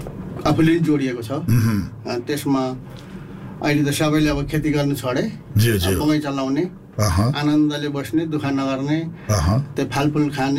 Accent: Koshi Province, Nepal; भोजपुर जिल्ला तिवारी भन्ज्याङ ward number 2 आबु बाक्सिखोङ भन्छ मेरो गाउँ घर

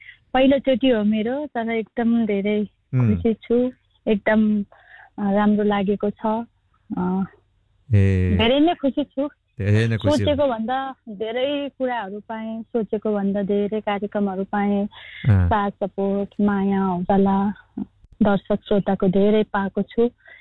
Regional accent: Sundarbazar, Gandaki Province, Nepal; now in Kathmandu, Nepal; मेरो जन्म लमजुङ सुन्दर बजारमा भएको, अनि अहिले पछि काठमाडौँ बसे

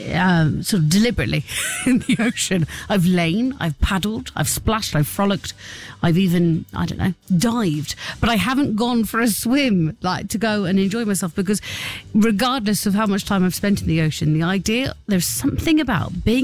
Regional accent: South West England, United Kingdom; moved away; I've been here for 2 years, right? I'm from Cornwall. I know the sea. I've operated with the sea on a regular basis growing up.

